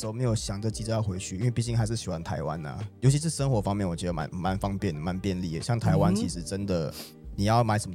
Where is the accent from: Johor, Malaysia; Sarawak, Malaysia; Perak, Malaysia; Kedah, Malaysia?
Johor, Malaysia; Batu Pahat; moved away as an adult; now in Taiwan; 柔佛州的巴珠巴峡呀。